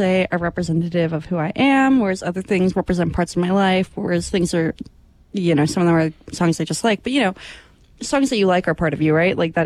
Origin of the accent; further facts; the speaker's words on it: Toronto, Ontario, Canada; moved away; I'm from Toronto. I love the city. And I get nostalgic for living in that city.